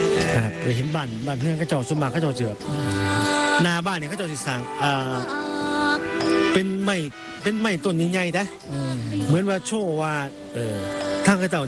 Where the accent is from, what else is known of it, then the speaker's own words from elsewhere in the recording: Thailand; กลับบ้านแน่บ้านเราอยู่จังหวัดน่าน